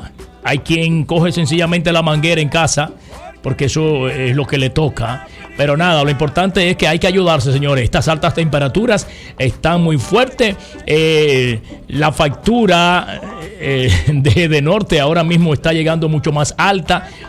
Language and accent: Spanish; Villa Tapia, Hermanas Mirabal, Dominican Republic; now in Santiago, Dominican Republic; nacido y criado en Sabana Angosta de Villatapia, pero ya soy hijo de Santiago. Aquí desde el 96, con cama desde el 98.